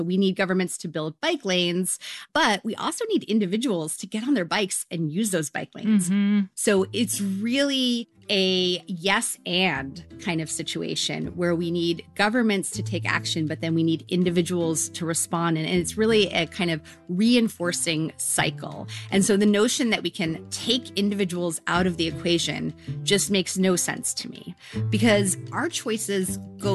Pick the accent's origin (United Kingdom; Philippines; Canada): Canada; And, as a Canadian